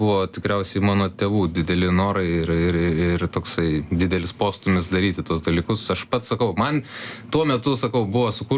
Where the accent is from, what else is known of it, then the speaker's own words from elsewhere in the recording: Kaunas, Kaunas County, Lithuania; nu, užaugau Kaune